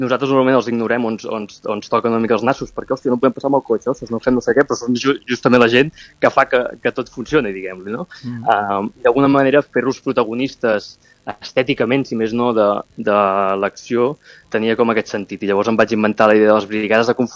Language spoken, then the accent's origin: Catalan; Mataró, Catalonia, Spain; i jo que sóc de Mataró i hem amat pirotècnia des de ben petit